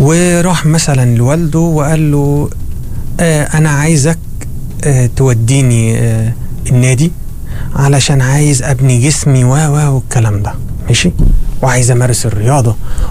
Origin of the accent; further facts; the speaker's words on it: Egypt; now in Oman; عندنا في مصر